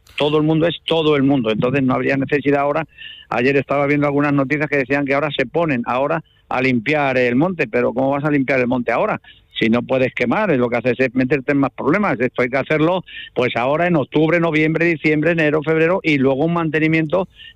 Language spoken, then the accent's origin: Spanish; Hinojosa, Spain; yo soy aquí nativo de Hinojosa